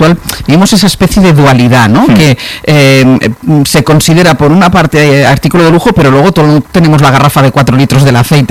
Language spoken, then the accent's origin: Spanish; Asturias, Spain; Cuando yo era pequeña … del Descuencas Mineres Asturianas, y aquí había economatos.